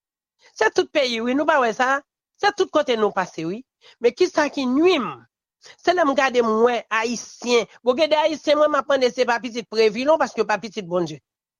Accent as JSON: {"language": "French", "country": "Haiti"}